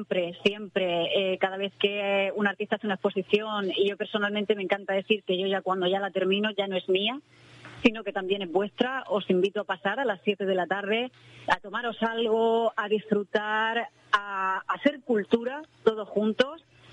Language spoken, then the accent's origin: Spanish; Bullas, Region of Murcia, Spain; born there; moved away; Ya sabes que yo en el catering voy a servir vino de mi pueblo, no puede faltar.